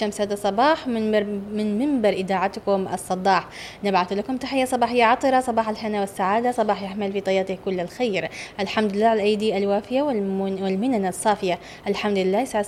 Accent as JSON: {"language": "Arabic", "country": "Yemen", "said": "ونحن كشعب يمني عاطفي."}